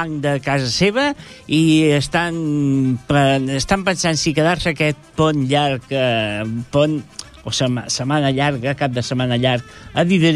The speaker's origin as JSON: {"language": "Catalan", "region": "Catalonia", "country": "Spain", "said": "Jo el que havia proposat és que nosaltres, com a catalans, hem de protestar"}